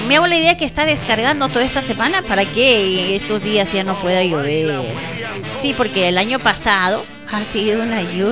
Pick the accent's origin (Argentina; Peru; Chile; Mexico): Peru; Lima; moved away; yo soy de la zona norte ya Hoyos de Lima